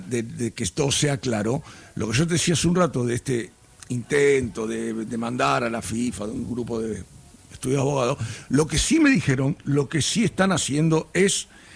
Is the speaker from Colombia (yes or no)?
yes; Colombia; Yo que soy colombiano